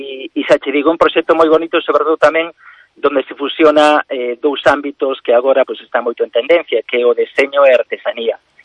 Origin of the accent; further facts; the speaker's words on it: Galicia, Spain; pois como pobo galego, que autentifiquemos cada produto que poñemos no mercado con ese valor do deseño, sobre todo pois con esa etiqueta de deseño galego.